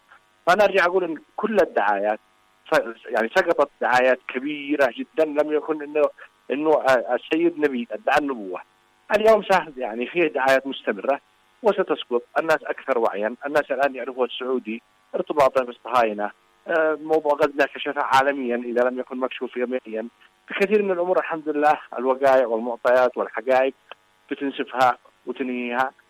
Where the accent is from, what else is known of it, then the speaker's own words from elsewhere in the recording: Yemen; إحنا بنقول كأنصار الله نحن جزء من اليمن ولسنا كل اليمن.